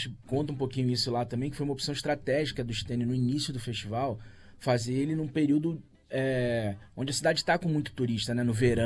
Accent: Rio de Janeiro, Brazil; born there; now in Rio das Ostras, Brazil; Eu, como Paulinho, também sou do Rio, sou carioca de nascimento, mas me considero riostrense, né?

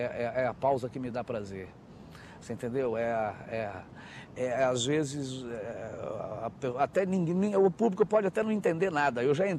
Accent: Brazil; a gente sendo brasileiro

